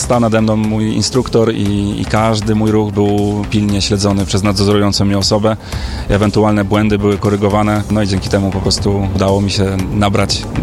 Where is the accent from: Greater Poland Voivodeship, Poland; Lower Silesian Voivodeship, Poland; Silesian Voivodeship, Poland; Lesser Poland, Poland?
Greater Poland Voivodeship, Poland; Poznań; Mi się udało dostać na lotnisko w Poznaniu, gdzie ja jestem poznaniakiem, więc z tego tytułu byłem bardzo zadowolony.